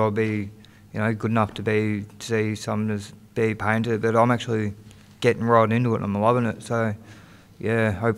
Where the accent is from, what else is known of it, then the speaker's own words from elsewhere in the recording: Ballarat, Victoria, Australia; I haven't been home to Gunai Kurnai yet, but I've been to Gunjanamara land. But I'm from Wathaurong. I'm Wathaurong land. I was born in Ballarat.